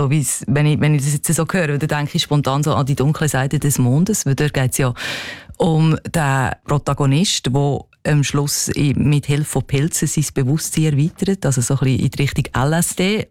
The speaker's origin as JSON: {"language": "German", "country": "Switzerland", "said": "dann denke mal als Schweizerin wie ich, also vielleicht ist ja unser Leben doch nicht so bünzli langweilig"}